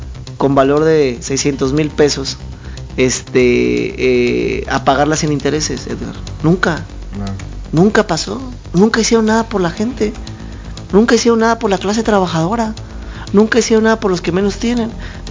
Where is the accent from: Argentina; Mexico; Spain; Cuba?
Mexico; Todos somos mexicanos, compartimos raíces, historia, identidad, valores.